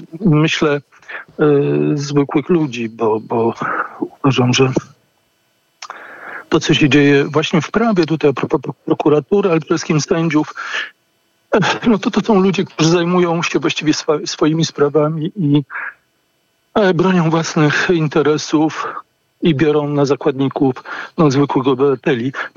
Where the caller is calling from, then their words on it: Łódź, Łódź Voivodeship, Poland; Ja dzwonię z miasta Łodzi